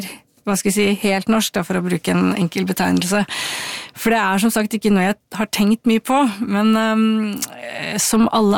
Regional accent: Ilseng, Innlandet, Norway; jeg kanskje la identiteten min mest I at jeg kom fra Ilseng, som var på en måte bondelandet.

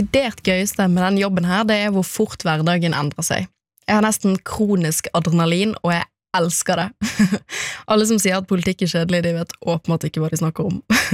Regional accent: Bergen, Vestland, Norway; Men jeg føler meg stort sett som en hvilken som helst annen ungdom, spesielt når jeg hjemme i Bergen sammen med familien eller med vennegjengen.

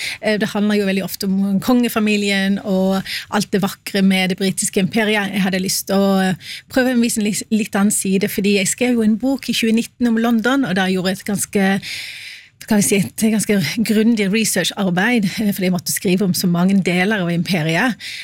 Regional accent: Oslo, Norway; Jeg kan også si at jeg er en Oslo-jente på tross av dialekten min.

